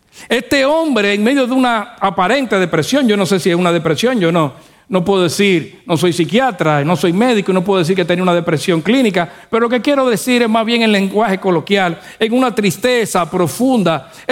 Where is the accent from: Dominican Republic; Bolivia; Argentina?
Dominican Republic; Somos dominicanos.